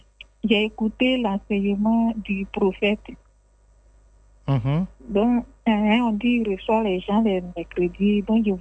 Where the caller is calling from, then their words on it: Abidjan, Côte d’Ivoire; Je vous appelle de Abidjan.